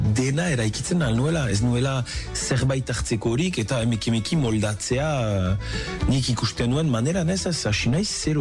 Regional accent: Bayonne, Nouvelle-Aquitaine, France; Azken finean ni Baionakoa naiz eta garai batez barri izan dut urrundu Baionatik

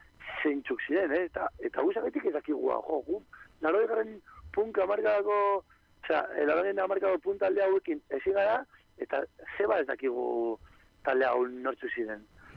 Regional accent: Bilbao, Basque Country, Spain; Osea, ni bilbotarra naiz eta kolorea hau ikusten dut, egunero.

